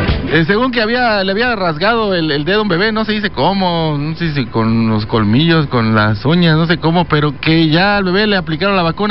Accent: Tula, Mexico; Yo también soy de Tula. ¡Qué coincidencia! ¿Verdad? Somos tuleños, digo, tuleños.

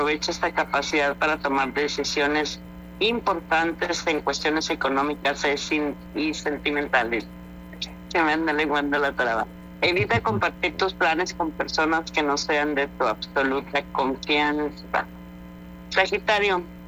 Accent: northern Mexico, Mexico; moved away

